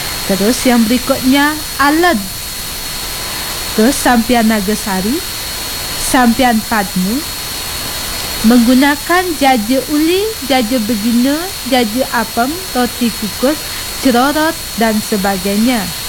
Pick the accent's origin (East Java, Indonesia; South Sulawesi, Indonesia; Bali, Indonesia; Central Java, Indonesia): Bali, Indonesia; Kita sebagai orang Bali tidak terlepas dari kata Banten